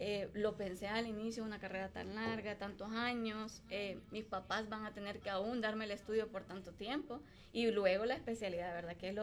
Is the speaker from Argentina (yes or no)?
no; Ocotepeque, Honduras; moved away as an adult; now in Tegucigalpa, Honduras; De mi maravilloso pueblo de Ocotepeque, pues, oriunda de allá, por obviamente situaciones de estudio, me vengo a Tegucigalpa, pero sí, una vida tranquila en Ocotepeque